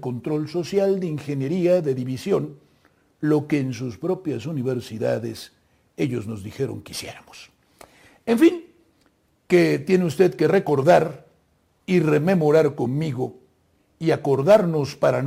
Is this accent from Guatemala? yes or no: no; Mexico; Soy mexicano europeo y usted es mexicano asiático, ¿o qué?